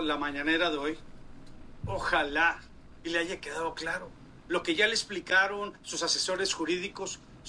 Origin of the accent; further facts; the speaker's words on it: Mexico; soy mexicano por nacimiento y tener una segunda nacionalidad no borra la nacionalidad mexicana